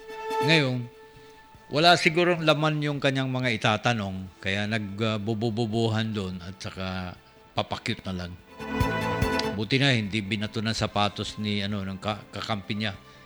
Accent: Panabo, Davao Region, Philippines; born there; Kasi tatay, nanay ko, Pangasinan. Kapatid ko lahat, Pangasinan. Ako lang yung pinanganak sa Davao. Bunso ako.

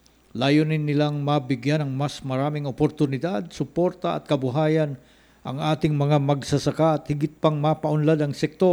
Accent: Davao Region, Philippines; mabuti na lang doon sa amin sa lugar namin sa Davao

